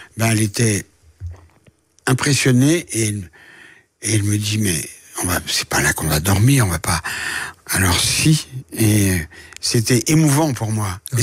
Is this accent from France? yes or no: yes; France; born there; elle a traversé l'Atlantique, et je suis né en France avec elle.